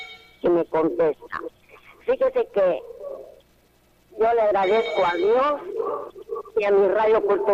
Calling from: Mazatenango, Suchitepéquez, Guatemala; Le habla aquí … de Mazatenango, vivo en Cantón La Cruz.

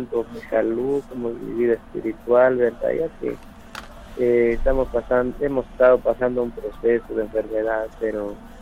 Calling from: Guatemala; De Cantón La Paz, Tatulún

